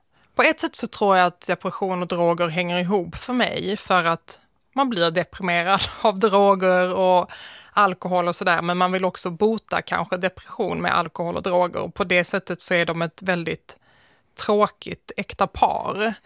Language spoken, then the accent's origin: Swedish; Malmö, Skåne, Sweden; also born or lived in Nötesjö; Utanför Svedala, som heter Nötesjö, en liten by. Och sen så flyttade jag in till Malmö när jag var 5 år gammal ungefär. Men mina första år i livet växte jag upp där ute.